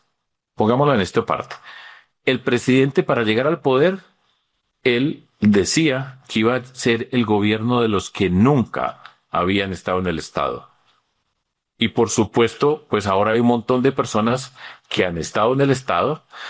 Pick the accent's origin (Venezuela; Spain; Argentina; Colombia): Colombia; Antioquia; Yo vengo de Antioquia, los paisas